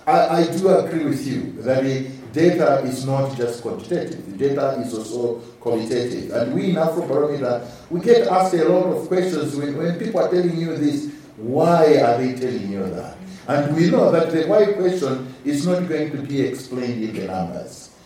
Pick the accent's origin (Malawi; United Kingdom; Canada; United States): Malawi; I come from Malawi, and we've had fewer challenges for the past getting close to a year now.